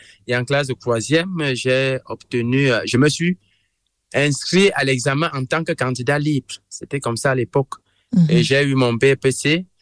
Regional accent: Cameroon; moved away as an adult; also born or lived in Yaoundé; now in France; 1984, donc j'ai présentement 41 ans. Et je suis originaire du Cameroun

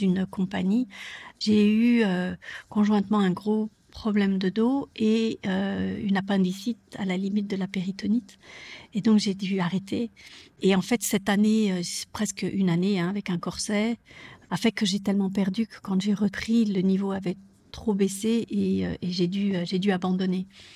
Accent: Lausanne, Vaud, Switzerland; born there; also born or lived in Chamonix valley, France; Donc moi, je suis née à Lausanne, hein, en Suisse, et on avait un appartement dans la vallée de Chamonix quand on était enfant.

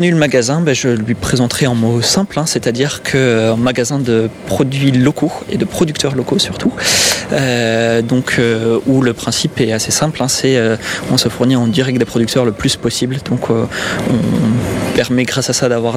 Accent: Nouvelle-Aquitaine, France; moved away as an adult; now in Toulouse, France; moi je viens de Gironde à la base, donc je connaissais pas hyper bien la région

